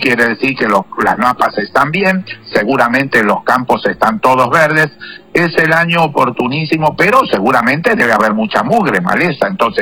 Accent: Argentina; el proceso de la inmigración que en su momento nos trajo a todos nosotros a la Argentina, a principios del siglo XX, pues vinimos de todos lados, los judíos que vinimos de Polonia

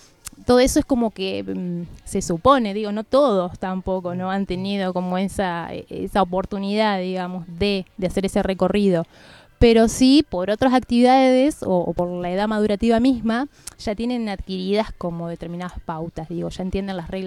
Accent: Paraná, Entre Ríos, Argentina; mi número telefónico es 343, porque yo vengo de Paraná, esa es la característica.

